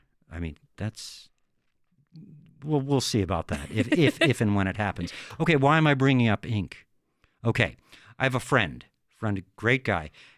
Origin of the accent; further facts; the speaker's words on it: East Coast, United States; moved away; I'm from the East, very humid back East, very troubling.